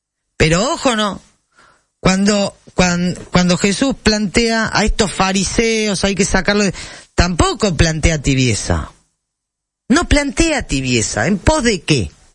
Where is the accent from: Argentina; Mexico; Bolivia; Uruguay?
Argentina; nosotros y nosotras como argentinos.